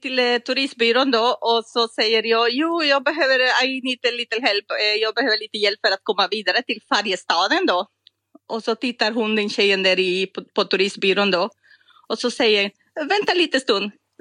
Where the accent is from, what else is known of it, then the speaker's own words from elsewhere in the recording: Costa Rica; Jag kommer från Costa Rica. Och har studerat i Polen då på 90-talet.